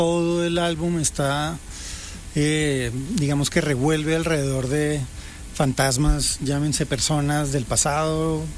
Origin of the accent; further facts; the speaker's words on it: Colombia; now in Los Angeles, United States; Yo soy colombiano.